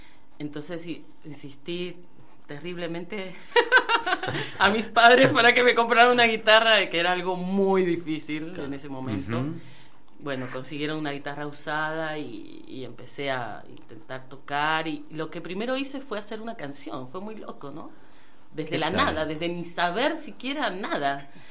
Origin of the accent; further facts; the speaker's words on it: Mendoza, Argentina; now in Godoy Cruz, Argentina; Y bueno, entonces yo, si bien nací aquí en Mendoza, en Ciudad de Mendoza, he vivido por muchos departamentos y siempre fui nómade, ¿no?